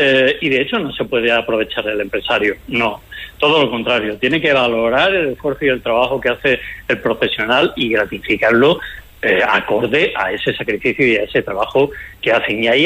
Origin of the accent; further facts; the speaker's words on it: Nerva, Andalusia, Spain; born there; estoy en mi pueblo, en Nerva